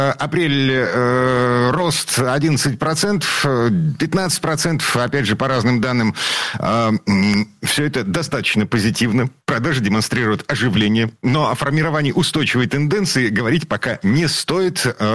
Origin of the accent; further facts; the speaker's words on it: Saint Petersburg, Russia; Мы из Петербурга.